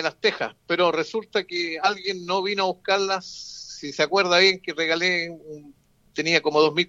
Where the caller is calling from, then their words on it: San Vicente de Tagua Tagua, O'Higgins, Chile; San Vicente Tahuatahua.